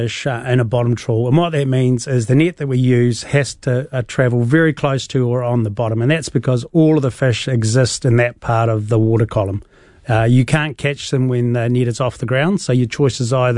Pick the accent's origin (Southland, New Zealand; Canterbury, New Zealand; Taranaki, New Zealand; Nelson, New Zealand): Southland, New Zealand; He was an inshore fisherman in Southland, so I grew up in Southland.